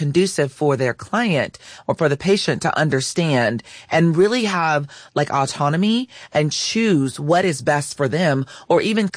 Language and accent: English; California, United States; moved away; also born or lived in Arkansas / Kentucky